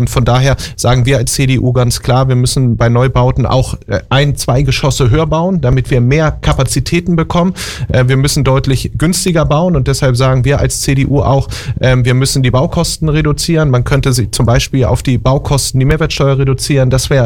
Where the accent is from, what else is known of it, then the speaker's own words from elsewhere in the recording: Hamburg, Germany; Ich bin an der Alster groß geworden im Alstertal. Von daher hängt mein Herz an der Alster.